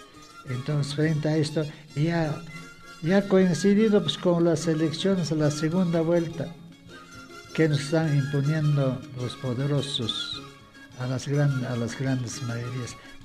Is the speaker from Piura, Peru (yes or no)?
no; Cusco, Peru; soy patrimonio cultural vivo de la región del Cusco